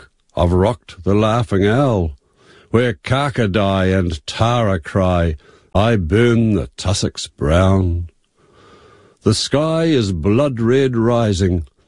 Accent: Roxburgh, Otago, New Zealand; born or raised there; now in Christchurch, New Zealand

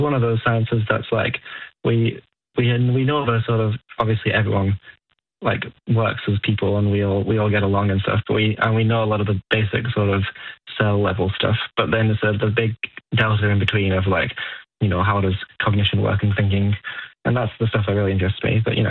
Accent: Wellington, New Zealand; Yeah, I grew up in Wellington.

